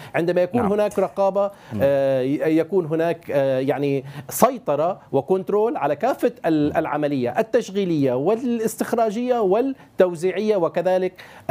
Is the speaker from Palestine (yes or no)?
no; Syria